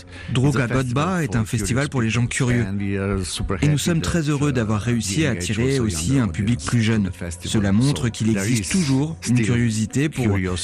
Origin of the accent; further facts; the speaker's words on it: Slovenia; on vient d'un petit pays, il faut être meilleur d'une certaine manière. Il ne faut pas être timide. Nous venons peut-être des Balkans, mais il ne faut pas nous sous-estimer.